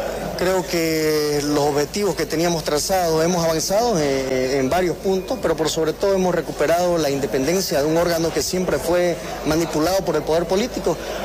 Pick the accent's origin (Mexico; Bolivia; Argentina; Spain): Bolivia; desde mi pueblo, el lugar donde me siento tranquilo, el lugar donde me siento con toda la moral suficiente. Aquí me crié, me conoce